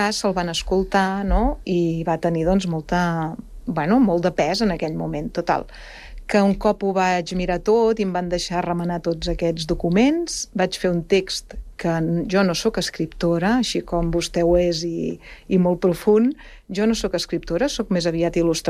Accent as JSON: {"language": "Catalan", "town": "Barcelona", "region": "Catalonia", "country": "Spain", "said": "ella és de Sant Cugat, jo no sóc ben bé de Sant Cugat, sóc de Sants, de Barcelona, però treballo aquí a l'Escola d'Art des de fa gairebé 30 anys, és a dir, que gairebé també m'hi considero, sí."}